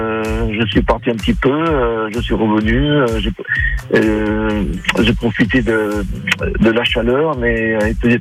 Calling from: Saint-Pantaléon-de-Larche, Nouvelle-Aquitaine, France; Je vous appelle de Saint-Pantaléon de l'Arche.

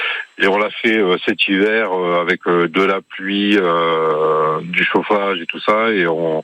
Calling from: Piets-Plasence-Moustrou, Nouvelle-Aquitaine, France; De Piette-Plasance-Moustrou.

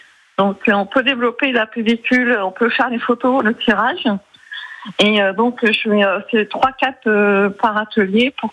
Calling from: Corgoloin, Bourgogne-Franche-Comté, France; Corgoloin.

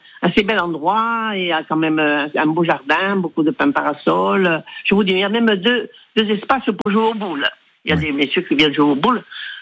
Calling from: Bastia, Corsica, France; j'habite à l'Annonciade

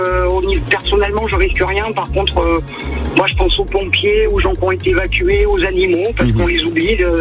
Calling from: Arès, Nouvelle-Aquitaine, France; J'habite à Arès.

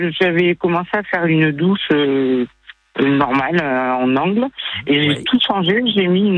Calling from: Salernes, Provence-Alpes-Côte d'Azur, France; Et moi, normalement, j'habite à Salerne dans le Var.

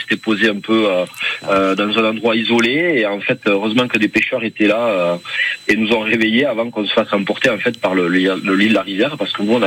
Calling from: Tarbes, Occitanie, France; De Tarbes.

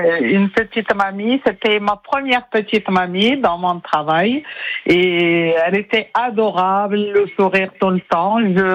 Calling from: Saint-Gaudens, Occitanie, France; Je suis de Saint-Gaudens.

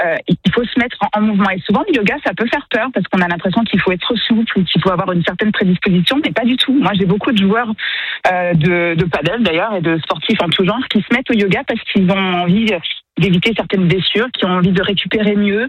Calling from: Vallauris, Provence-Alpes-Côte d'Azur, France; Moi, je suis à Valoris.

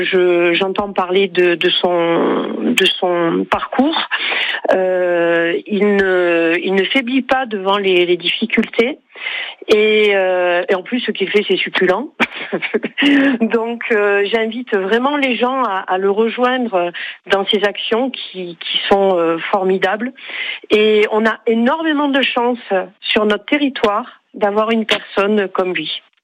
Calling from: Saint-Chély-d'Apcher, Occitanie, France

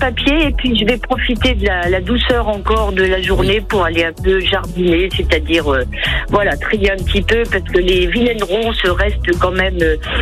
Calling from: Bourgogne-Franche-Comté, France; Je vous appelle de la Nièvre profonde, donc c'est d'ailleurs assez difficile. On est un peu en zone blanche

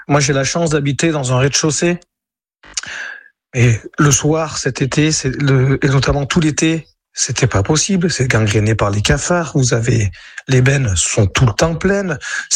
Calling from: Valence, Auvergne-Rhône-Alpes, France; j'ai 38 ans, je vis à Valence.

